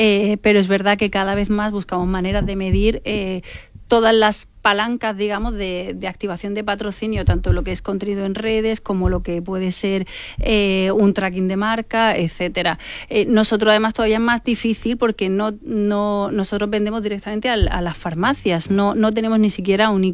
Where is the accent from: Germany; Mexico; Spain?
Spain; Almería, Andalusia; yo que soy de Almería